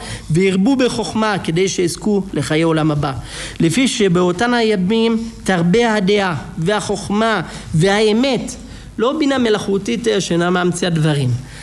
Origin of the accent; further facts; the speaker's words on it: Italy; now in Israel; אני גדלתי באיטליה